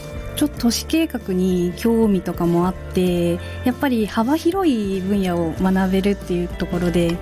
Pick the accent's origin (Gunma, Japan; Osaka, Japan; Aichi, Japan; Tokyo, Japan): Gunma, Japan; Numata; 沼田出身で高専を卒業して現在の職場に配属されました。入庁2年目になります。